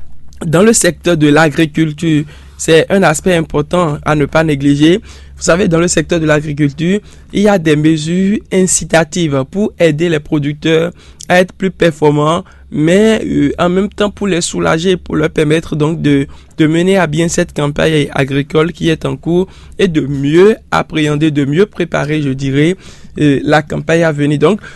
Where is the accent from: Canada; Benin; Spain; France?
Benin